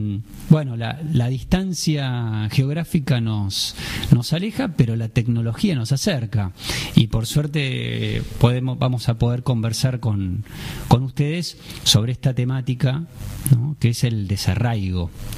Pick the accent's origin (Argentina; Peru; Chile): Argentina; yo no crecí en otra provincia, yo crecí en Buenos Aires